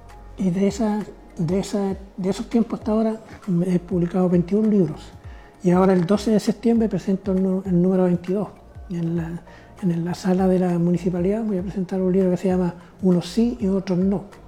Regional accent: Tomé, Biobío, Chile; Esa fue mi enseñanza básica y media acá en Tomé.

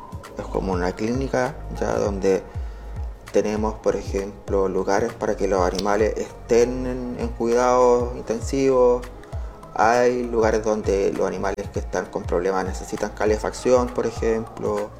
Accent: Concepción, Biobío, Chile; Nací en Concepción, el año 1976.

